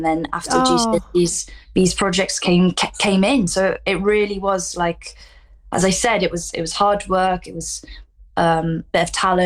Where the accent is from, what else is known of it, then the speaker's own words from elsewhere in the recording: Nottingham, East Midlands, United Kingdom; I grew up mostly in Nottingham. I'm a military kid, so I moved around a lot.